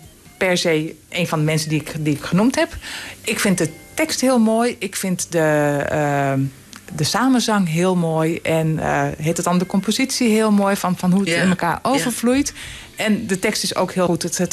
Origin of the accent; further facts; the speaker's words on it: Dronten, Flevoland, Netherlands; Ik kom uit Dronten. Ik ben in Dronten opgegroeid